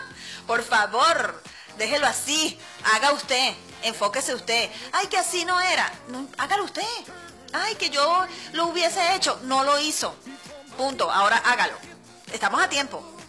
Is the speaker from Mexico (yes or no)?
no; Puerto Píritu, Anzoátegui, Venezuela